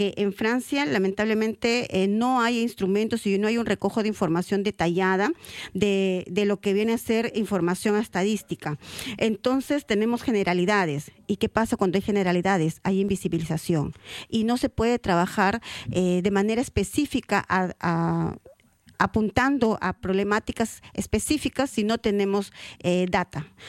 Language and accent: Spanish; Peru; conectar el vínculo con nuestro país, con la problemática, con lo que estamos haciendo como peruanos o como latinos.